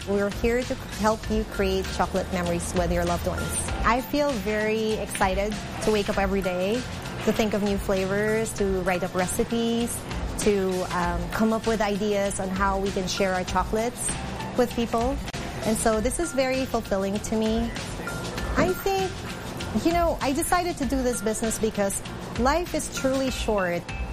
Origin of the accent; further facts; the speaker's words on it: Philippines; English is a second language; I grew up in the Philippines, and I belong to a family of chocolate lovers.